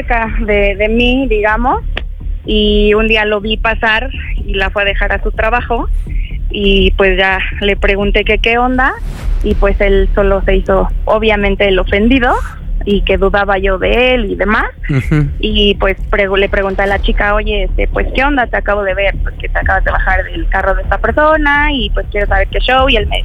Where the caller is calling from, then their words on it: State of Mexico, Mexico; 35 y del Estado de México